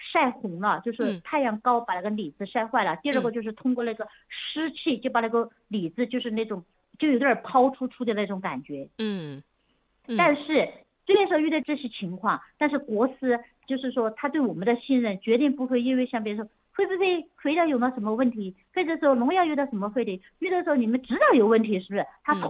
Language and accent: Chinese; Chongqing, China; 我们重庆这边